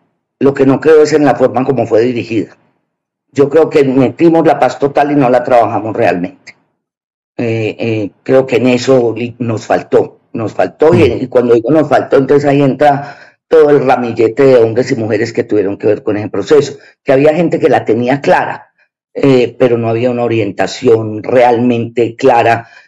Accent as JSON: {"language": "Spanish", "region": "Antioquia", "country": "Colombia", "said": "Lo primero, yo no soy paisa. Quiero dejarlo claro. Yo soy antioqueña."}